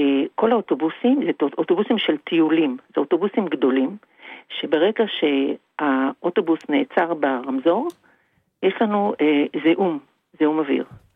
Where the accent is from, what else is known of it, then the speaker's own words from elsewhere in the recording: Tel Aviv, Tel Aviv District, Israel; אני מתל אביב.